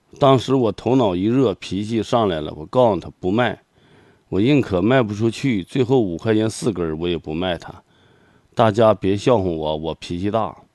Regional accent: Zhaodong, Heilongjiang, China; moved away; 我回我们老家吧，黑龙江省肇东市东发乡同发村同仁堂屯

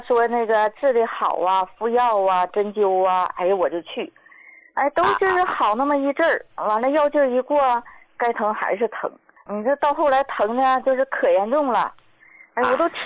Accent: Shaanxi, China; 哎，胡老师，我是陕西人，

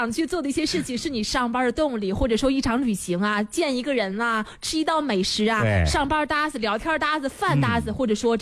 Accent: China; 我骄傲，我是中国人。

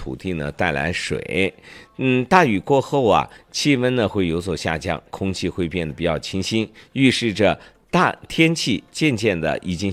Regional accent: Xinjiang, China; 咱们新疆人喝的砖茶

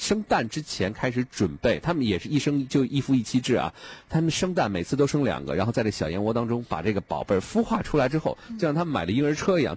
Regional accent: Beijing, China; 我是北京人哈，咱就说土话呢

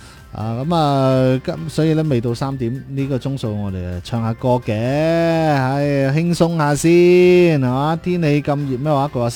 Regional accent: Zhaoqing, Guangdong, China; 因为我乡下就喺嗰边

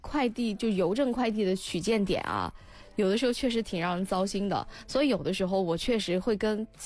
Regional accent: Bengbu, Anhui, China; accent: Bengbu dialect; 咱们就是蚌埠话出去之后，很多人会觉得咱们是天津话。

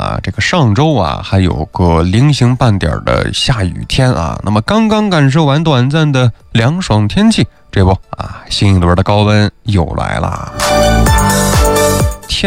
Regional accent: Xinjiang, China; 咱们新疆人的味蕾啊

